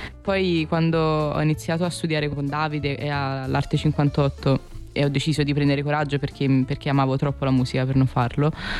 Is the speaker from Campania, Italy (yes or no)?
yes; Naples, Campania, Italy; Cioè, da napoletana, ma da persona che vive vicino al mare